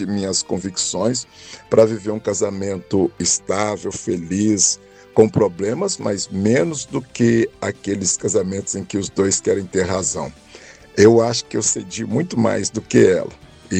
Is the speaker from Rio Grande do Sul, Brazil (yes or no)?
no; Manhuaçu, Minas Gerais, Brazil; moved away as an adult; also born or lived in Caratinga; now in Governador Valadares, Brazil; Eu sou de uma região muito fria. Valadares não faz frio, nunca senti frio aqui. Mas eu sou lá da região de Apincaratinga e também Manhuaçu, onde passei a maior parte do meu tempo. Lá muito frio.